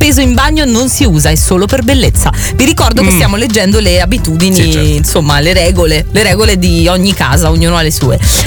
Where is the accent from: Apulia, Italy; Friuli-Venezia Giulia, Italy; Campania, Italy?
Campania, Italy; Naples; terrona, lo dico con tutto l'amore, certo, nel dirlo, partenopea, le mie origini sono napoletane